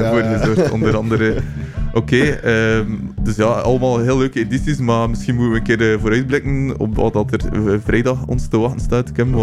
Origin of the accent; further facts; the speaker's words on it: Ghent, Flanders, Belgium; Zelf als Gentenaar